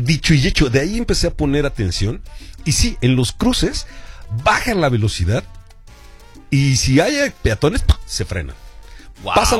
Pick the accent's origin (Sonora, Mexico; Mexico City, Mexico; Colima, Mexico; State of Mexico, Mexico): Mexico City, Mexico; como buen chilango mexicano